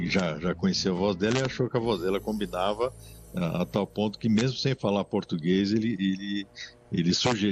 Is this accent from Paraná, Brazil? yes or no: no; São Paulo, Brazil; porque eu sou de São Paulo.